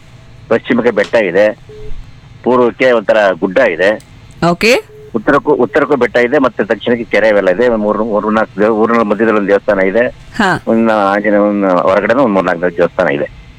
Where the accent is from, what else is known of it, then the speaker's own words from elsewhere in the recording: Hassan district, Karnataka, India; born there; ನಮ್ಮೂರ ಹೆಸರು ಅತ್ತಿ ಚೌಡನಹಳ್ಳಿ ಅಂತ.